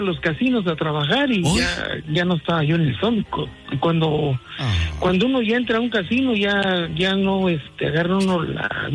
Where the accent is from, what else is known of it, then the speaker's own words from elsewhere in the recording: Oaxaca, Mexico; now in United States; Yo soy de Oaxaca. Sí. Ajá. Me vine de Oaxaca a México. Y de México para Mexicali nos venimos en tren